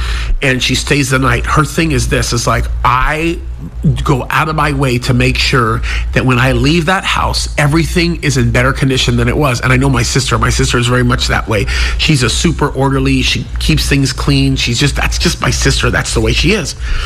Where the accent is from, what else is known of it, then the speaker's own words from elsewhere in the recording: United States; born there; I am first generation born into this country from two parents who were both born and raised in Egypt.